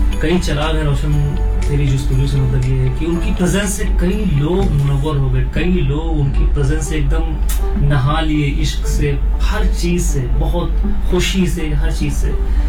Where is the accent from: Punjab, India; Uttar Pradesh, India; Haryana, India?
Uttar Pradesh, India; Lucknow; मैं लखनऊ से हूँ, तो मेरी उर्दू थोड़ी अच्छी ग्रिप है उर्दू पे, मगर उतनी भी अच्छी नहीं